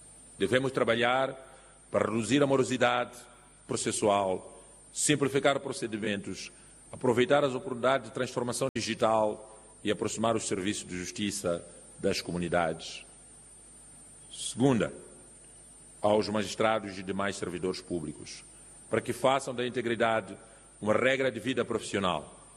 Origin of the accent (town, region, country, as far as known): Mozambique